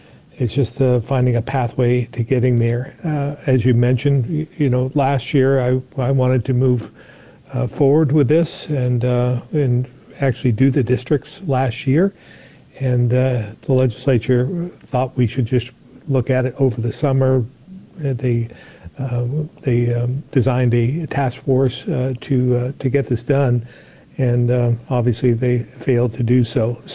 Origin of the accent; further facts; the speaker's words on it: Barre, Vermont, United States; So, you can look at it right here in central Vermont. I grew up in Barrie